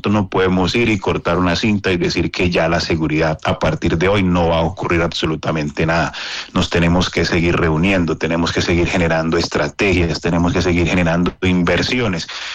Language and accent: Spanish; Santander, Colombia; nosotros como santandereanos